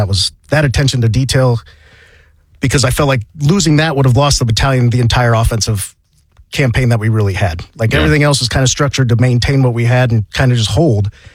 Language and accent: English; Denison, Iowa, United States; now in Kansas City, United States; originally from the small town of Denison, Iowa, out in the west side of Iowa.